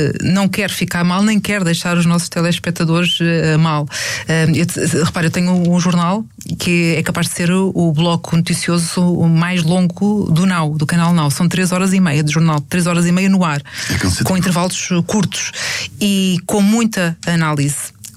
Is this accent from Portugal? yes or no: yes; Lisbon, Portugal; como sou de Lisboa